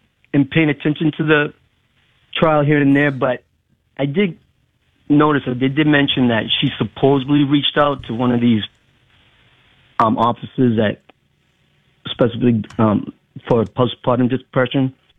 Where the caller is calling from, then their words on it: New Hampshire, United States; from New Hampshire